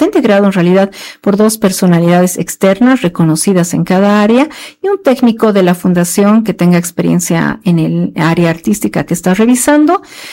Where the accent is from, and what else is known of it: Bolivia